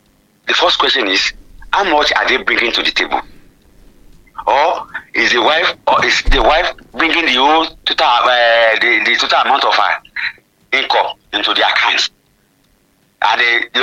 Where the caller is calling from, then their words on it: Ibadan, Oyo, Nigeria; I'm calling from Challenge.